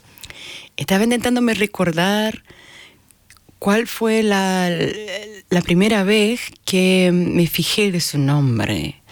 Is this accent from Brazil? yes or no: yes; Brazil; Spanish is a second language; now in Hamburg, Germany; yo soy brasileña, vivo acá en Hamburgo.